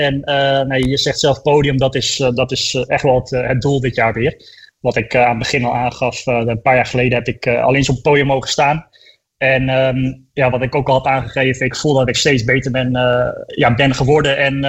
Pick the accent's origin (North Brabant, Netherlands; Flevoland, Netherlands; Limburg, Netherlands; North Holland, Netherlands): Flevoland, Netherlands; Almere; deze race hier in Almere natuurlijk. Ik bedoel, ik ben geboren in het Flevo ziekenhuis, een paar 100 meter van start en de finish vandaan, zeg maar.